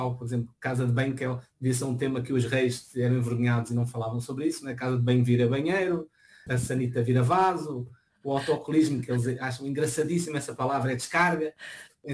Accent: Portugal; moved away as an adult; also born or lived in London; now in Brazil

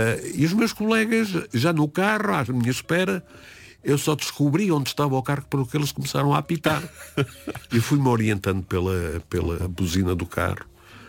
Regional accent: Lisbon, Portugal; also born or lived in Moura; Moura, que é a minha terra natal, Paris, onde dei aulas durante muito tempo e que tenho no coração. E Lisboa é o meu útero, é o útero onde eu cresci.

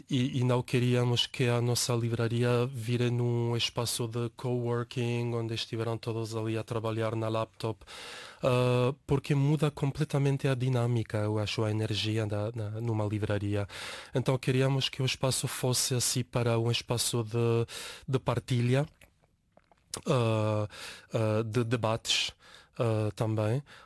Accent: Buenos Aires, Argentina; moved away as an adult; also born or lived in United States / Canada / Costa Rica; now in Lisbon, Portugal; de Buenos Aires, onde nasci e cresci

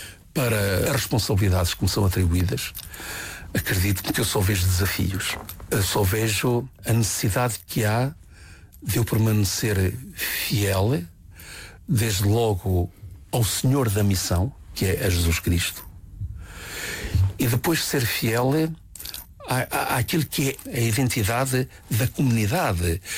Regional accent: Centro, Portugal; eu venho de uma zona que fica no centro do país, a minha terra natal é uma aldeia

